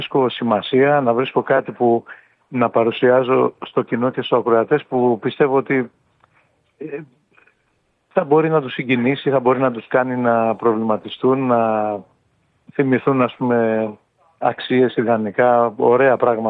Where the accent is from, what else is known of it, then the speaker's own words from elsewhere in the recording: Ionian Islands, Greece; Εγώ είμαι από την Κεφαλονιά, ναι.